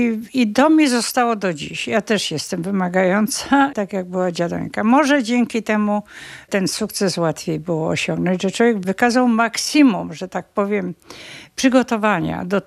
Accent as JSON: {"language": "Polish", "town": "Bukowina Tatrzańska", "region": "Lesser Poland", "country": "Poland", "tie": "born or raised there", "said": "Ja się urodziłam w górach, można tak powiedzieć. W Bukowinie Tatrzańskiej i to nie w centrum, a dość daleko."}